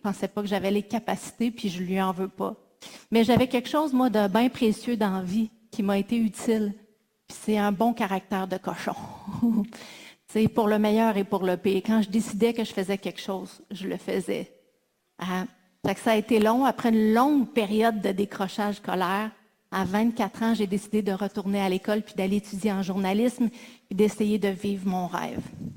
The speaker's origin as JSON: {"language": "French", "town": "Saint-Dominique-du-Rosaire", "region": "Quebec", "country": "Canada", "tie": "born or raised there", "also_born_or_lived": "Paris, France / Ottawa, Canada", "accent": "accent de Saint-Dominique-du-Rosaire", "moved": "yes", "said": "C'est sûr que l'accent de Saint-Dominique-du-Rosaire, c'est comme une coche de plus hein, aussi."}